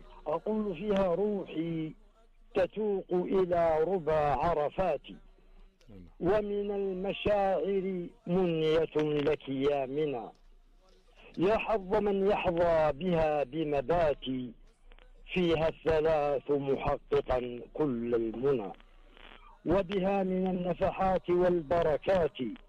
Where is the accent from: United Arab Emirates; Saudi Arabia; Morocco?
Saudi Arabia; نحن كلنا كسعوديين